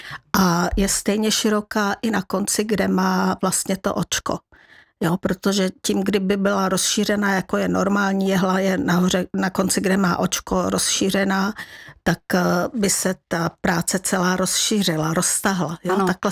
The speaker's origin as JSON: {"language": "Czech", "town": "Kladruby", "region": "Plzeň Region", "country": "Czechia", "said": "Já jsem z Kladrob u Stříbra."}